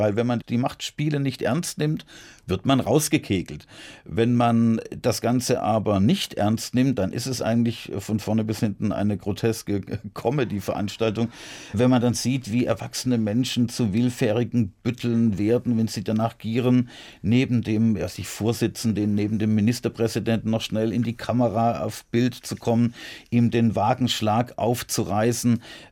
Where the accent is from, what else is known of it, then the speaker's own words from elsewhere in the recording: Heilbronn, Baden-Württemberg, Germany; 1990 bin ich dann in meiner Heimatstadt Heilbronn als Kandidat auch angetreten, als Bürgermeisterkandidat